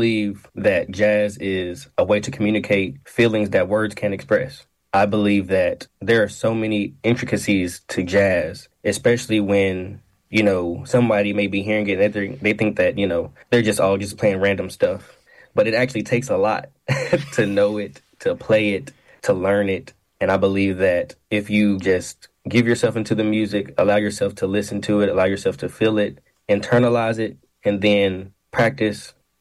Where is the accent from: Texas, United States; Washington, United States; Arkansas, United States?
Arkansas, United States; North Little Rock; born or raised there